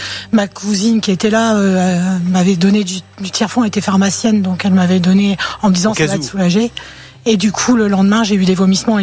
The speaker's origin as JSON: {"language": "French", "region": "Hauts-de-France", "country": "France", "said": "Oui, ouais, j'étais du Pas-de-Calais, moi."}